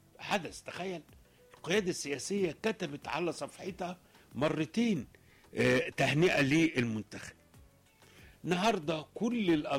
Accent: Egypt

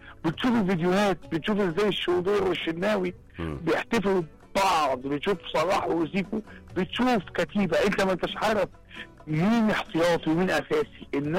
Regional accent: Egypt; ان احنا مصريين

